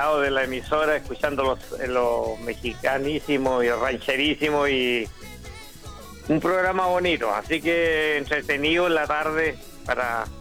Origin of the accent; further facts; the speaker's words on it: Chile; soy chileno.